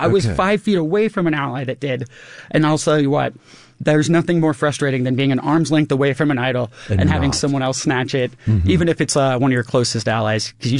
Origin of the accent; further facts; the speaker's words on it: Colorado, United States; even though I'm from Colorado, I'm not a big outdoorsman person the way that a lot of people are.